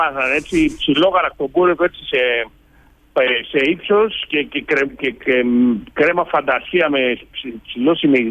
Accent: Greece; moved away as an adult; now in Spain; Από το 97 εγώ έφυγα από Ελλάδα και πήγα στην Ισπανία και άνοιξα το πρώτο ταβέρνα στην Ισπανία.

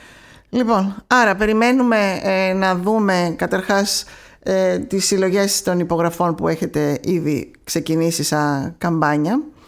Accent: Corfu, Ionian Islands, Greece; born there; ιδιαίτερα εδώ στην Κέρκυρα που είμαστε και νησί βέβαια

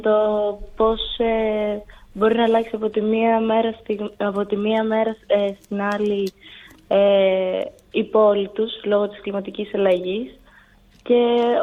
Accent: Volos, Thessaly, Greece; Εγώ ως μία 19χρονη έδωσα κάποιες ιδέες που θα ήθελα να δω διαφορά στην πόλη μου.

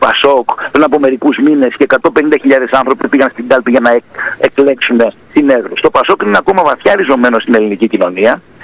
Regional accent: Greece; ως Έλληνας Ευρωβουλευτής να εκπροσωπήσω την πατρίδα μου και τα Επτάνησα και την Κεφαλονιά και τη Ζάκυνθο και όλη την Ελλάδα

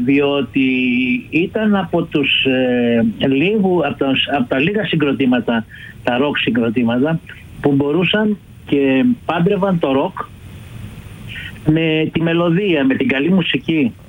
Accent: Athens, Attica, Greece; μεγαλώσαμε και δύο στη Φωκίωνος Νέγρη

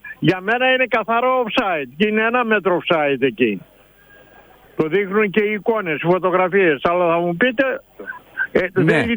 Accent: Karditsa, Thessaly, Greece; Που στο χωριό μου στην Καρδίτα.

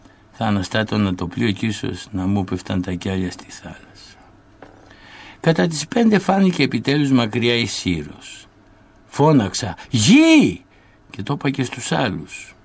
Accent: Athens, Attica, Greece; «Νο», απάντησα, «je suis Athènes», δηλαδή από της Αθήνας.

